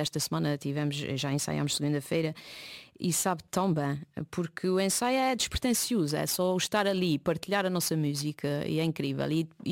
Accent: Azores, Portugal; nós açorianos

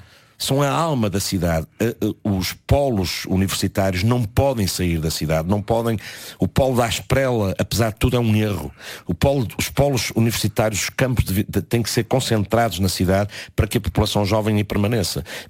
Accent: Portugal; Mas a regionalização, somos nós, portugueses, temos que tomar em mãos e exigir, através de um referendo

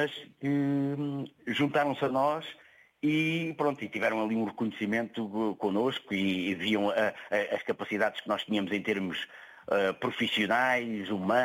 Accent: Portugal

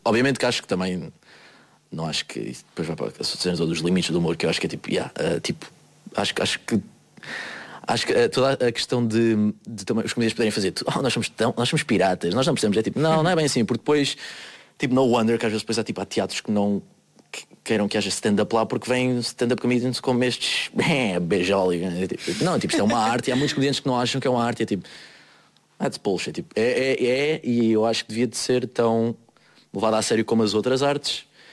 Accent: Rio de Janeiro, Brazil; born there; E pronto, eu sou Zuca. E eu nasci no Rio de Janeiro.

